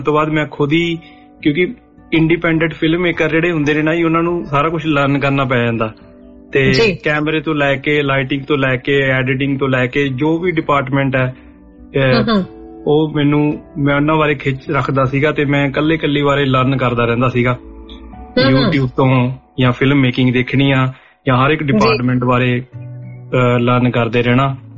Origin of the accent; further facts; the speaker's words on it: Poola, Punjab, India; also born or lived in Cairns; now in Melbourne, Australia; ਮੈਂ ਐਕਚੁਅਲੀ ਪੰਜਾਬ ਤੋਂ ਬਠਿੰਡਾ ਜ਼ਿਲ੍ਹੇ ਤੋਂ ਹਾਂ ਜੀ। ਮੇਰਾ ਪਿੰਡ ਪੂਲਾ ਬਠਿੰਡੇ ਦੇ ਬਿਲਕੁਲ ਨਜ਼ਦੀਕ